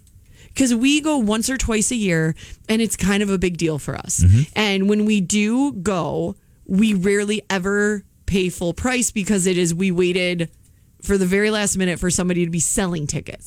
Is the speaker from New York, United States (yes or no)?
no; Milwaukee, Wisconsin, United States; I'm obviously from the Milwaukee area